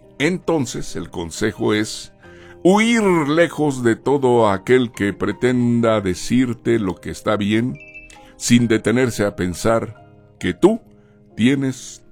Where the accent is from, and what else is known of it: Mexico